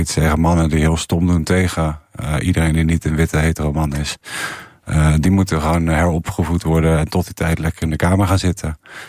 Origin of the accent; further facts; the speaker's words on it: Rotterdam, South Holland, Netherlands; Ik ben in Rotterdam opgegroeid